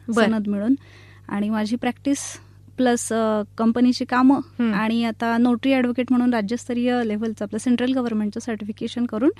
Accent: Chopda, Maharashtra, India; moved away as an adult; now in Yawal, India; मी मूळ खान्देश, जळगाव जिल्हा, यावल तालुक्यामध्ये. माझं सासर आणि चोपड्याचं माझं माहेर आहे.

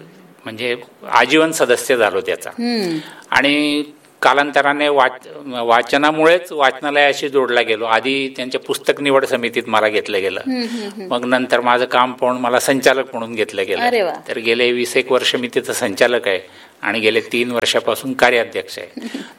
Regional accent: Parola, Maharashtra, India; moved away as an adult; now in Jalgaon, India; मी मूळचा पारोळ्याचा आहे

